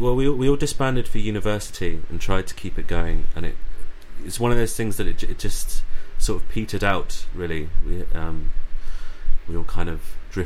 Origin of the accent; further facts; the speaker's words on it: Southampton, South East England, United Kingdom; now in Brighton, United Kingdom; I'm from Brighton, originally from Southampton.